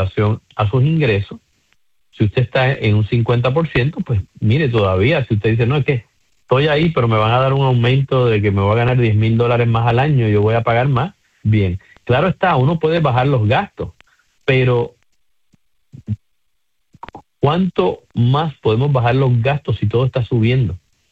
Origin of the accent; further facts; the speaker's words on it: Puerto Rico; Yo soy del área de Coupé